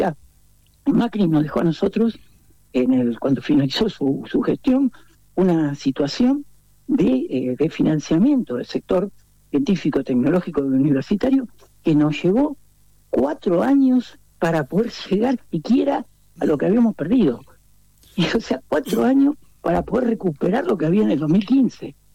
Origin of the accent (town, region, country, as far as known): Argentina